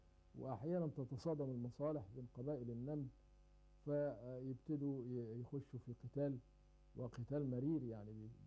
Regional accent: Egypt; عندنا في مصر

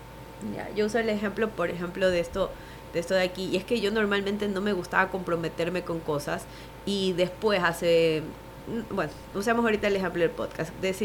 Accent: Ecuador; para quienes somos de Ecuador.

